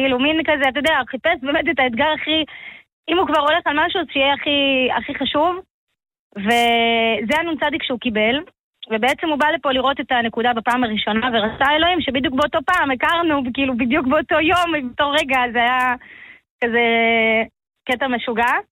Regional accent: Ramat Gan, Tel Aviv District, Israel; moved away as an adult; אני גדלתי בעיר, אני בחורה מרמת גן

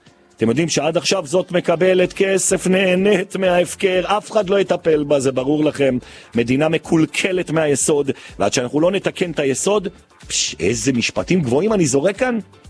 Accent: Jerusalem, Jerusalem District, Israel; אני ירושלמי

